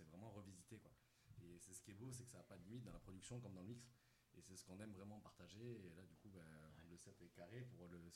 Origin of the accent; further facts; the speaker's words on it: Perpignan, Occitanie, France; moved away as an adult; now in Toulouse, France; je suis de Perpignan à l'origine, je suis à Toulouse il y a à peu près 10 ans.